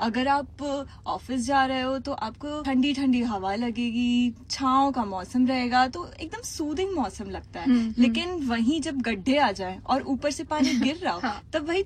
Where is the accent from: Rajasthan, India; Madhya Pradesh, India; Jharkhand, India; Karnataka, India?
Madhya Pradesh, India; Indore; मैं इंदौर से हूँ और मैं गूगल एड्स में काम करती हूँ।